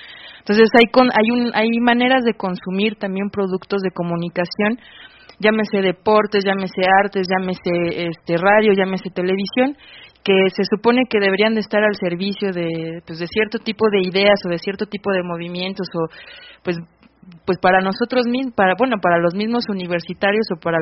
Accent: Mexico; asumimos una identidad como seres humanos en principio y una identidad como mexicanos también, ¿no? Como mujeres

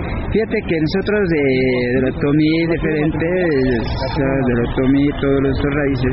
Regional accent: Toluca, State of Mexico, Mexico; first language Otomi; Spanish is a second language; now in Cuernavaca, Mexico; Originario soy de Toluca, de Temo, y he estado en México, en San Muñoz Lotomí. Y de hecho es originario de allá donde he nacido. Pero yo también, pues nunca se me va a olvidar mis raíces, a mis familiares, a todos que hablamos en Lotomí.

